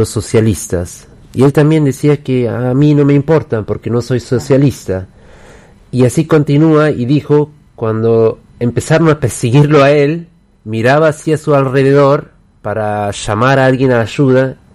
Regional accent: Germany; en mi caso yo nací y me crié en Alemania

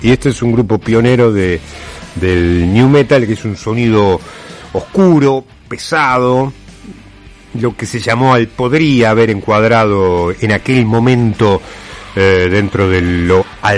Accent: Argentina; ante todo somos argentinos

